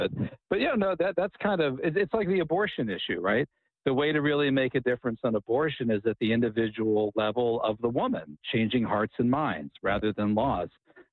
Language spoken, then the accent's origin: English; Butler, Pennsylvania, United States; I grew up in Butler, Pennsylvania in the 1980s.